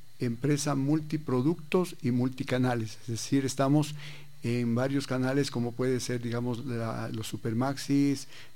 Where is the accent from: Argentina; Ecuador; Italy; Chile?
Ecuador; todos somos ecuatorianos